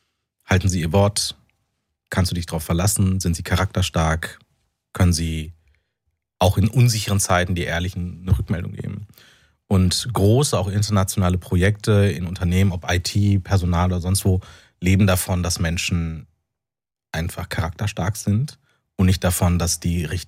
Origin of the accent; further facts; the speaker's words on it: North Rhine-Westphalia, Germany; bin ich als Rheinländer und als jemand, der aus Nordrhein-Westfalen kommt, so regionalpatriotisch angelegt